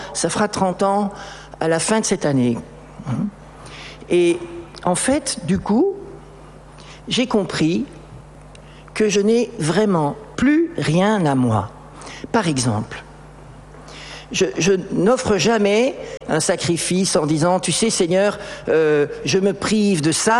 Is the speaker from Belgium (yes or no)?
yes; Belgium; je suis belge.